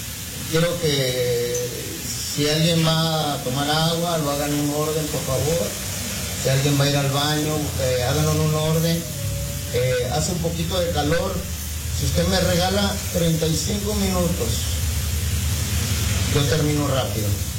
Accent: Yucatán, Mexico; porque estábamos hablando como yucatecos ahí, bueno, más yo, el pastor.

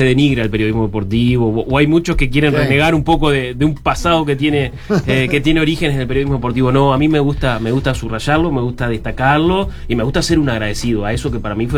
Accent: Uruguay; como todo uruguayo, muy apasionado del deporte.

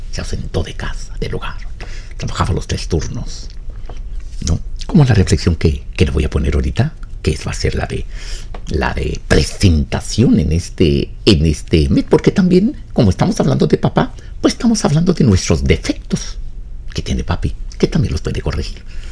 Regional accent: Valle Hermoso, Tamaulipas, Mexico; born there; moved away; llevar ese evangelio al pueblo que me vio nacer.

